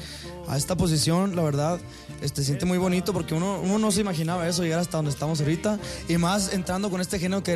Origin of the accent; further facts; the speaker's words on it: Sonora, Mexico; moved away; also born or lived in Guadalajara, Jalisco; yo soy de Sonora, y pues quería hacer algo que cuando me fui a vivir a Jalisco, Guadalajara, Jalisco